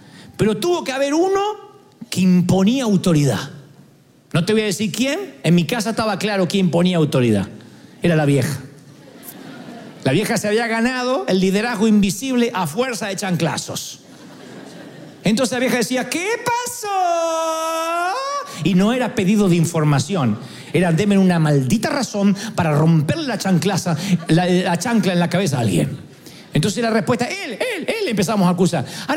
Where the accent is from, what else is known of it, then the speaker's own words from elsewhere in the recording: Argentina; soy argentino